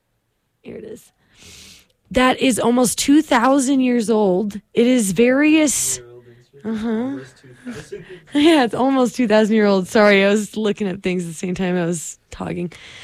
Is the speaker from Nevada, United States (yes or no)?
no; Daytona Beach, Florida, United States; moved away; my hometown of Daytona Beach, Florida